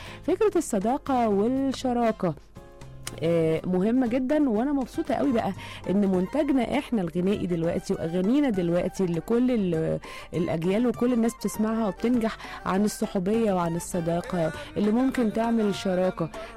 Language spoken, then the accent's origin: Arabic; Egypt; كلنا كمصريين